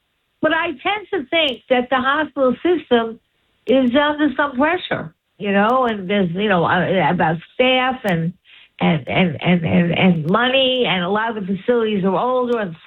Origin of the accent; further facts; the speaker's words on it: New York, United States; But up until then, because I'm a New Yorker, I don't know the hospitals in Florida